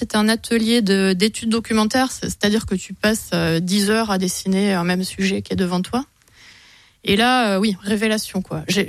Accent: Toulouse, Occitanie, France; moved away; Pas du tout, je suis toulousaine.

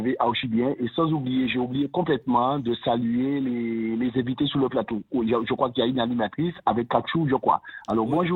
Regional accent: Guadeloupe; parce que nous sommes en Guadeloupe, je suis guadeloupéen

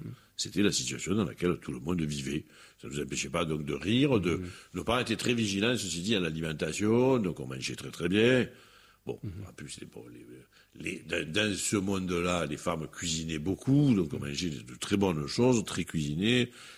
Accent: Marseille, Provence-Alpes-Côte d'Azur, France; Et je n'étais même pas marseillais, j'étais de l'Estac, enfin, j'étais de ce quartier-là.

